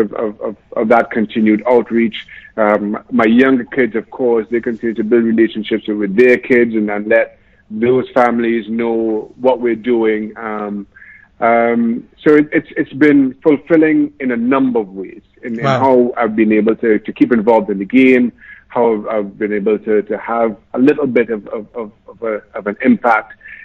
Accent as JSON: {"language": "English", "region": "Diego Martin", "country": "Trinidad & Tobago", "tie": "born or raised there"}